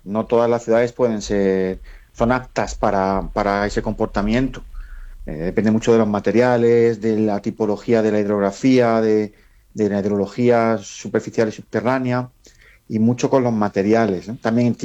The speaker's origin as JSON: {"language": "Spanish", "region": "Andalusia", "country": "Spain"}